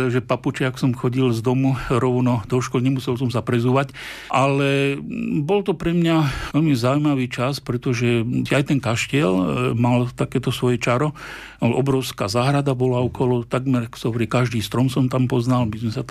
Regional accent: Bardoňovo, Nitra Region, Slovakia; My sme bývali nedaleko maďarských hraníc, vyrastal som v obci Bardoňovo. V Kašteli sme bývali, bola tam škola, no a nedaleko boli maďarské hranice.

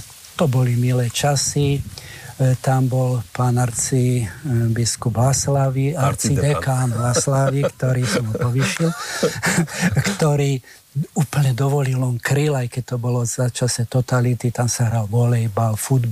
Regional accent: Klokočov, Žilina Region, Slovakia; moved away as an adult; also born or lived in Banská Bystrica; Tak pochádzam z Klokočova, nie toho na východe, to je grekokatolícky, ale na Kysuciach. Tam som potom v Trzovke maturoval

